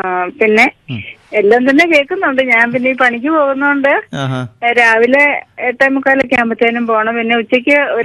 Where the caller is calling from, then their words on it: Kanjikuzhi, Kerala, India; ഇടുക്കി കഞ്ഞിക്കുഴി മഴുവടി പോകുന്ന വഴിക്കാ.